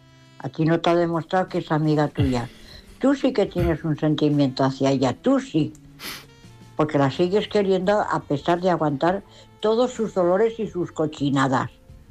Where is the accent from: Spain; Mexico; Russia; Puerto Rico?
Spain; Valencia, Valencian Community; Bueno, ya sabes que … de Valencia.